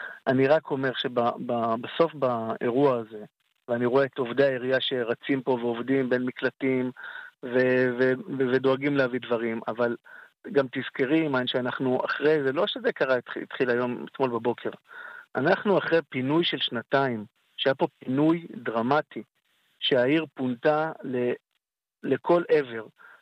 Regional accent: Kiryat Shmona, Northern District, Israel; moved away; אני כשנולדתי וגדלתי בקריית שמונה

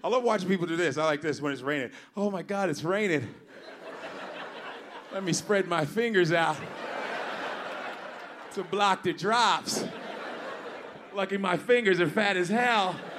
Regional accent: Chicago, Illinois, United States; See, I grew up in Chicago, so it was all creepy.

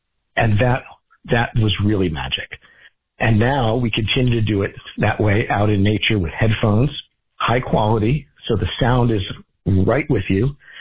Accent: New York City, New York, United States; born or raised there

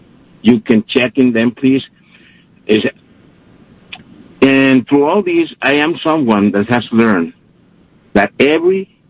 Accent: Monterrey, Nuevo León, Mexico; born there; English is a second language; I was born in Monterrey, Nuevo León, Mexico. And even I thought I was born in a specific place.

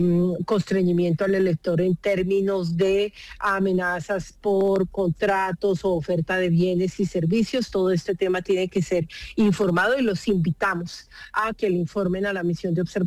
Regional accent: Colombia

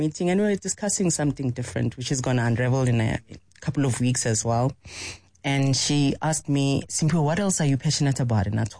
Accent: Alexandra, Gauteng, South Africa; I come from Alex. And why am I successful today? Because that community helped me. I started playing my football there, grew up there, went to school there.

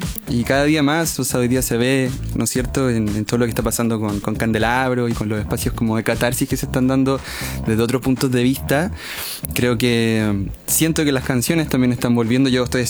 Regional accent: Santiago, Santiago Metropolitan Region, Chile; siendo santiaguino, siendo ¿ya? chileno.

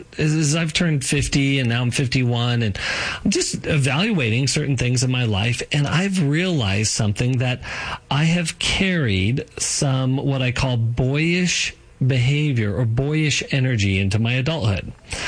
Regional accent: Colorado, United States; So I grew up in Colorado

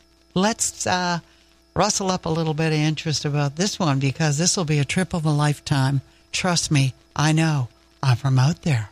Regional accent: the Maritimes, Canada; moved away; this is a trip back to my home. This is an East Coast trip. And I'm going to hold back my accent on this one

